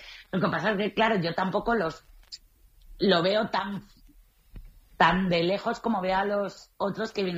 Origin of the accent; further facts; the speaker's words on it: Spain; Claro, yo con más mi orterismo no lo veo tan hortera porque yo soy española